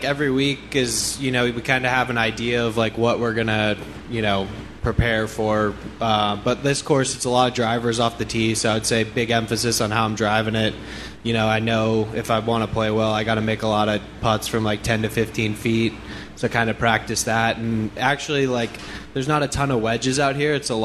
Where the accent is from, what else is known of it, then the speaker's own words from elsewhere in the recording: Scottsdale, Arizona, United States; I grew up in Scottsdale, so very familiar with kind of like the desert golf kind of feel